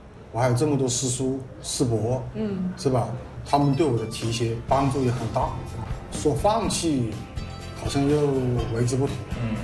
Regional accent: Changsha, Hunan, China; 我作为一个长沙人

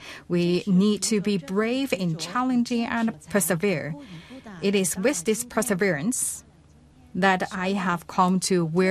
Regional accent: Hong Kong; For me, growing up in Hong Kong, the Lion Rock spirit has long been engraved in my heart.

